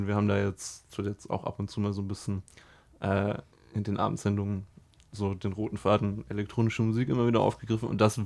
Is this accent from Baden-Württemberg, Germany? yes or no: yes; Heidelberg, Baden-Württemberg, Germany; born or raised there